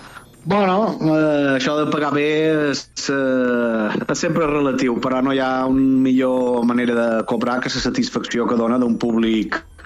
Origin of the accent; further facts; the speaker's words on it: Binissalem, Balearic Islands, Spain; Com de Binislem.